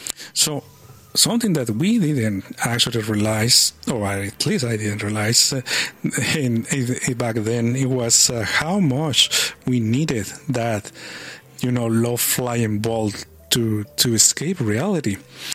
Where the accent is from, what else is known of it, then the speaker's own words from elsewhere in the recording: Mexico; Growing up in Mexico, soccer didn't happen in a stadium. It happened on the street with the neighbor kids.